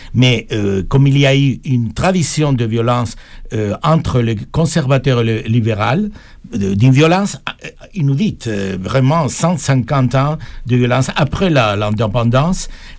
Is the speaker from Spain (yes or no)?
yes; Spain; accent: Spanish; now in Paris, France; Je suis espagnol